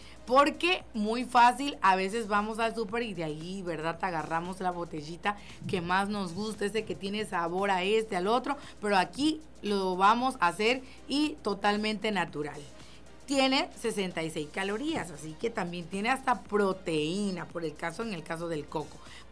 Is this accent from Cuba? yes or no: no; Tabasco, Mexico; Somos de Tabasco y sabemos que pues sí aguantamos.